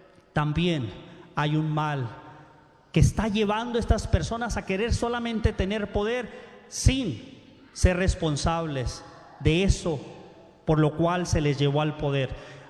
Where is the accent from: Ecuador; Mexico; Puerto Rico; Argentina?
Mexico; ¿Qué es lo que sucede en las películas, los que somos de México, esas películas de al que lo habían dejado